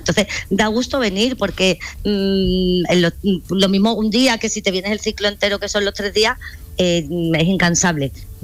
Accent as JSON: {"language": "Spanish", "town": "Seville", "region": "Andalusia", "country": "Spain", "said": "Bueno, perdona, yo soy de Sevilla."}